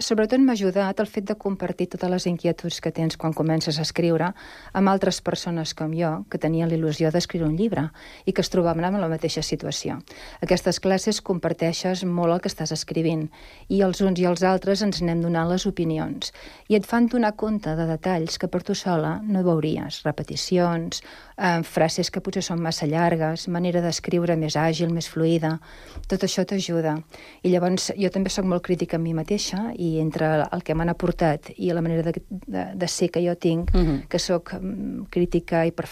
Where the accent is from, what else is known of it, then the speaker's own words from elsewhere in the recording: Sabadell, Catalonia, Spain; born there; now in Sant Cugat, Spain; Doncs jo sóc de Sabadell, vaig néixer allà, però he viscut la major part de la meva vida aquí a Sant Cugat.